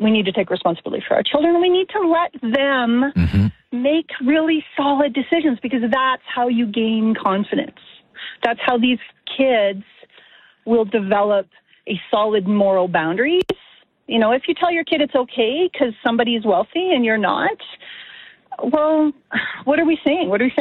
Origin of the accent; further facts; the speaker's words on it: Alberta, Canada; You know, I am from Alberta.